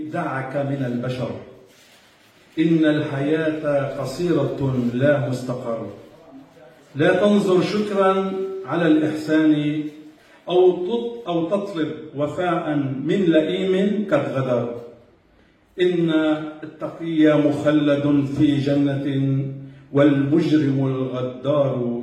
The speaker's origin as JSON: {"language": "Arabic", "town": "Mhammara", "region": "Akkar", "country": "Lebanon", "said": "في بلدتنا"}